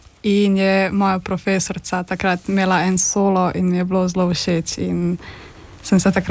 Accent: Velenje, Savinja, Slovenia; pa prihajam iz Velenja, igram obo že 10 let.

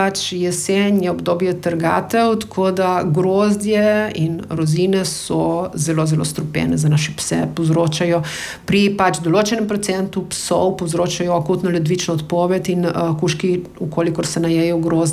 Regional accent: Slovenian Littoral, Slovenia; smo pač Primorci edini

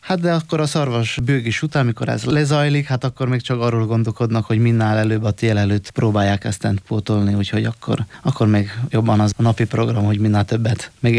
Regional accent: Slovenia; magyar határon, ami megy föl Dobronak, meg Goricskó felé, ottan van legjobban a szarvasállomány. Otthon, Szlovéniában itt vannak a legnagyobb bikák.

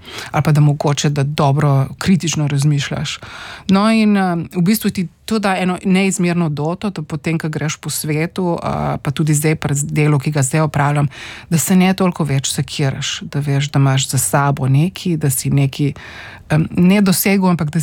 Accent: Postojna, Inner Carniola–Karst, Slovenia; moved away; Jaz sem odraščala v Postojni, se pravi pri, oziroma bom rekla splošno na Primorskem, moja starša se en mama je se pravi s Primorske, bom rekla tam pri Kopru, v Kozini

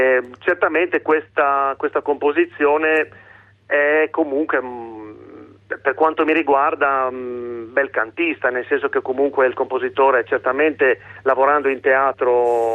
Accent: Udine, Friuli-Venezia Giulia, Italy; Ma io sono di Udine Nord. Quindi qualcosina è arrivato anche da noi

